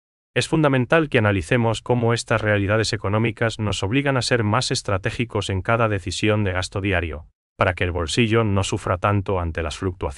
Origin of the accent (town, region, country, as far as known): Paraguay